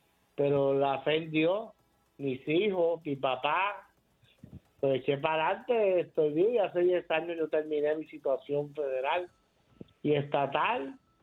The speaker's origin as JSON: {"language": "Spanish", "country": "Puerto Rico", "tie": "born there"}